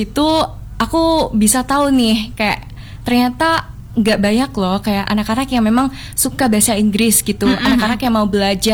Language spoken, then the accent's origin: Indonesian; Trowulan, East Java, Indonesia; aku tuh kan dari kecil ya tumbuh di Trawulan. Jadi aku tuh tahu keseharian orang-orang itu bagaimana.